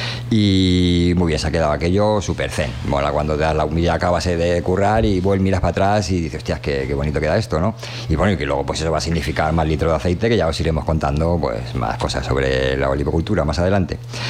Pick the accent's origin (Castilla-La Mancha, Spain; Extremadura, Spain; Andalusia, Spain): Castilla-La Mancha, Spain; Toledo; born there; moved away; yo nací en Toledo.